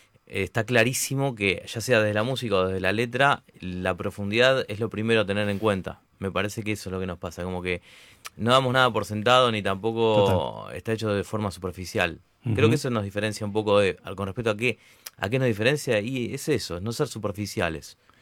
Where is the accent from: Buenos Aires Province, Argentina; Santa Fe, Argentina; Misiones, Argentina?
Buenos Aires Province, Argentina; Ramos Mejía; Yo soy de Ramos Mejía.